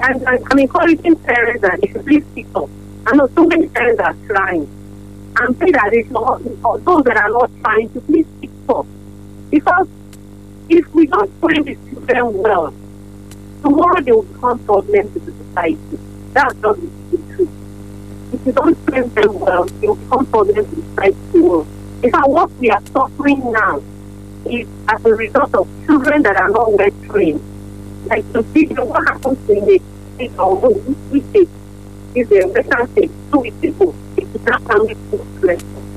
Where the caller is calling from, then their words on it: High Level, Benue, Nigeria; I'm calling from High Level.